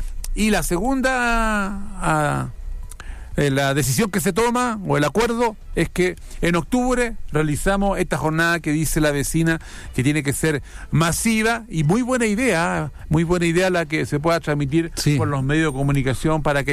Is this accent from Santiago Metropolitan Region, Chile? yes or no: no; Calama, Antofagasta, Chile; nosotros que somos porfiados, rebeldes de Calama